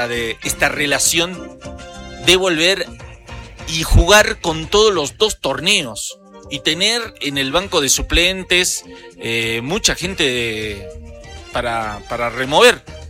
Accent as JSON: {"language": "Spanish", "country": "Bolivia", "said": "A veces somos así los bolivianos, el equipo boliviano, ¿no?"}